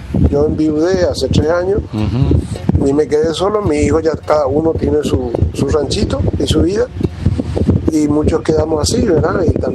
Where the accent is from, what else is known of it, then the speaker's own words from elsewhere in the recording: Argentina; also born or lived in Paraguay; now in Encarnación, Paraguay; Tanto medio angurepizado soy porque me crié en la Argentina, ¿verdad? Pero soy bien paraguayo.